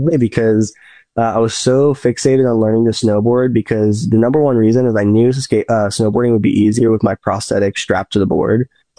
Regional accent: St. Louis, Missouri, United States; You know, I grew up in Missouri and St. Louis in the U.S. And as you guys know, that's not in the mountains at all. It's the Midwest.

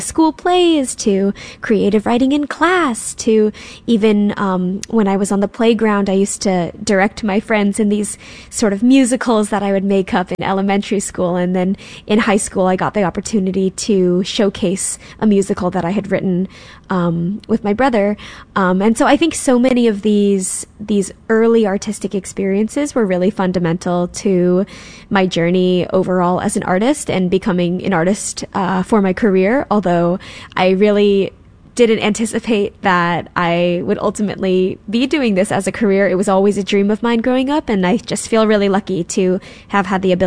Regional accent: St. Louis, Missouri, United States; moved away; growing up in St. Louis, far from the coasts, we don't see as many professional artists.

